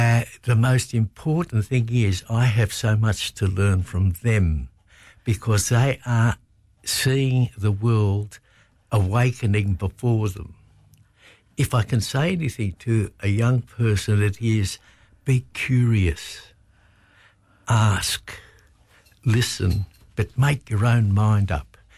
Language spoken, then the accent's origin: English; Victoria, Australia; born there; moved away as an adult; also born or lived in Roebourne; my heritage is 65,000 years ago. I was born in Wurundjeri country